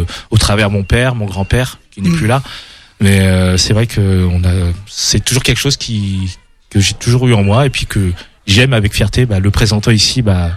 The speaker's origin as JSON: {"language": "French", "country": "France", "tie": "born or raised there", "said": "je suis très rattaché à mes origines, à ma culture. Mais c'est vrai que comme j'ai grandi en France"}